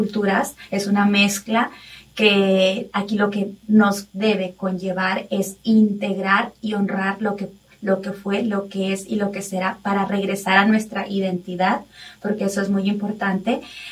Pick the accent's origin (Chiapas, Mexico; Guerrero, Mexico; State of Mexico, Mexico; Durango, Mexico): Durango, Mexico; now in Lexington, United States; Soy mexicana, originaria del estado de Durango.